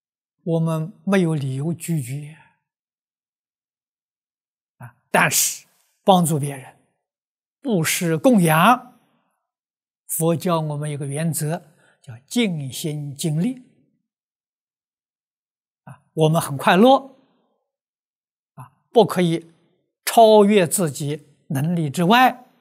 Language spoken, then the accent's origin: Chinese; China; 我们中国人常讲合情合理